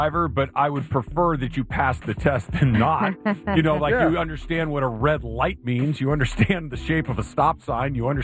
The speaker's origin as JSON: {"language": "English", "town": "Arcadia", "region": "California", "country": "United States", "tie": "born or raised there", "said": "As somebody who grew up on that side of town, like I grew up in Arcadia next to Pasadena"}